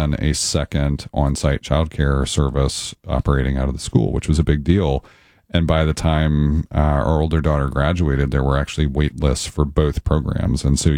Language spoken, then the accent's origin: English; Nashville, Tennessee, United States; growing up in Nashville, I benefited from both home based childcare and on site childcare at childcare facilities.